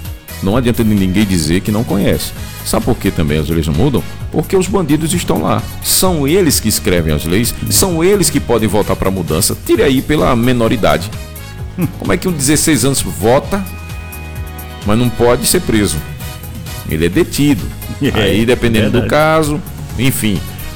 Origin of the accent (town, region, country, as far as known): Brazil